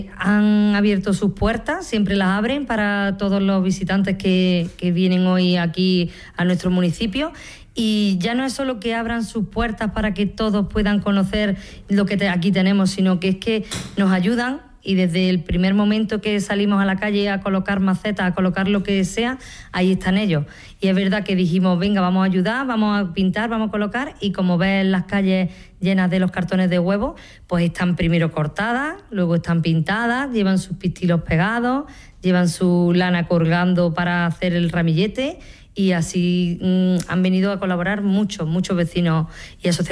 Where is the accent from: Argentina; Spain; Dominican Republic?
Spain; Villanueva del Duque, Andalusia; Hola Manolo … de Villanueva del Duque, soy vecina y concejala de esta localidad. Nací aquí, vivo aquí